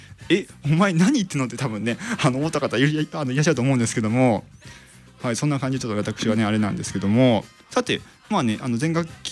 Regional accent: Kansai, Japan; 僕関西の出身なんですけども、

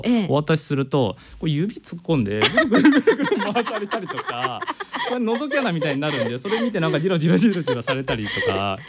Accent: Ishikawa, Japan; also born or lived in Tokyo; もともと私この石川県が出身です、はい、で大学から東京に行って、

